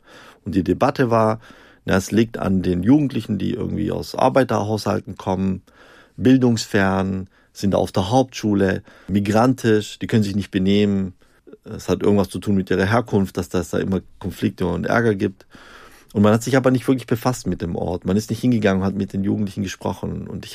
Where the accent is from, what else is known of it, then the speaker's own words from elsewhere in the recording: Stuttgart, Baden-Württemberg, Germany; In der Automobilindustrie, ich komme ja aus Stuttgart, das ist ein ganz großes